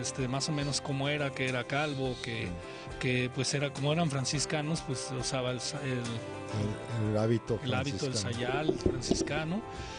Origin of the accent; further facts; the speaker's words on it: Mexico; Si nos vamos al origen étnico de México ya ahora, pues nosotros somos una mezcla de africanos que estuvieron aquí como esclavos